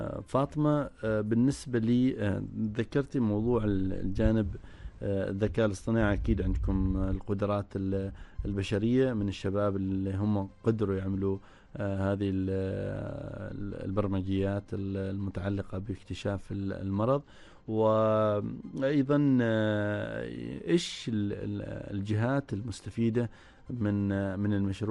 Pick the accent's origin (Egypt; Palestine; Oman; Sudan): Oman; عندنا في عمان